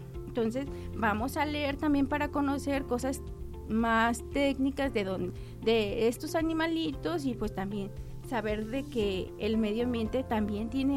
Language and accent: Spanish; San José de Costilla, Jalisco, Mexico; now in Tepic, Mexico; Y un saludo a todos, yo soy de San José de Costilla, municipio uh-huh. de Jalisco, y también mi familia es de por allá, de por el Cuarenteño.